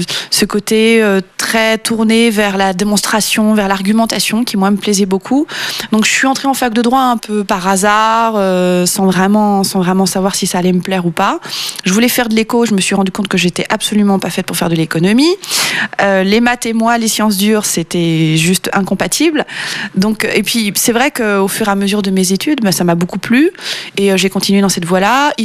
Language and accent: French; France; born there; Milieu social, bon, je suis née en France, milieu, j'allais dire lambda.